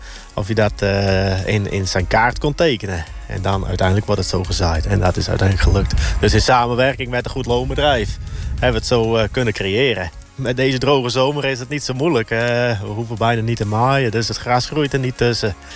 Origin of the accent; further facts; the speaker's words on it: Friesland, Netherlands; Ik ken het al vanuit Friesland, waar ik vandaan kom.